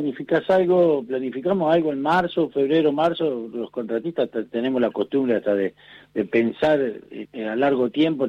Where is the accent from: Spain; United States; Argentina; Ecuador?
Argentina; el argentino somos esto